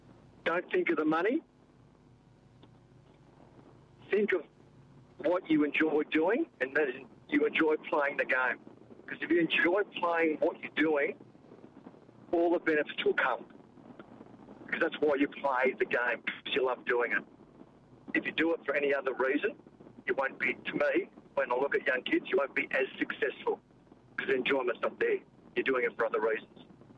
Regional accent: Fremantle, Western Australia, Australia; moved away; I grew up in Fremantle.

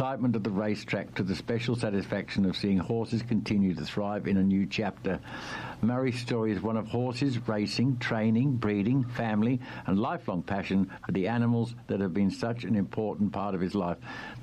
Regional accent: London, United Kingdom; Okay, I was born in London, you know what I mean, John, and spent my

